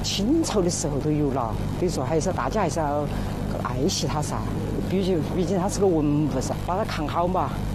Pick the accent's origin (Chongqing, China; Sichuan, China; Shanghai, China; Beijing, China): Chongqing, China; 我们是土生土长的开仁区那个地方的人